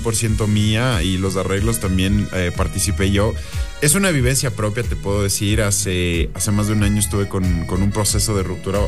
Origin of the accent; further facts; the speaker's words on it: Ecuador; soy un ecuatoriano que está apostando por la calidad y por la música de verdad.